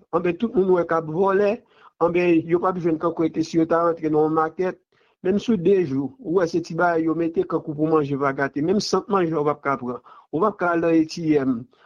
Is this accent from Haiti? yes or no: yes; Haiti; On est haïtien